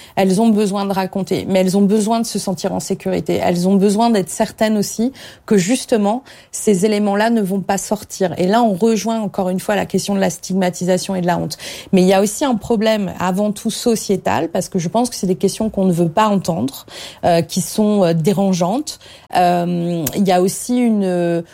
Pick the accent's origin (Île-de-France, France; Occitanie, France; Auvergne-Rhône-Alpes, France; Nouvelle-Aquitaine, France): Auvergne-Rhône-Alpes, France; Moulins; born or raised there